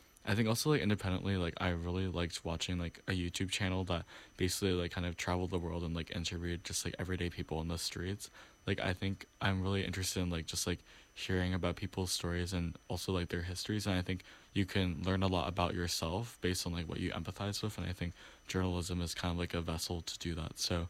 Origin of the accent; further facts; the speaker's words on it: New York City, New York, United States; I grew up in New York City's Chinatown